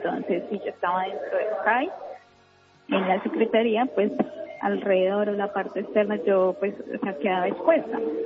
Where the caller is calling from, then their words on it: Neiva, Huila, Colombia; Estoy en Eiva.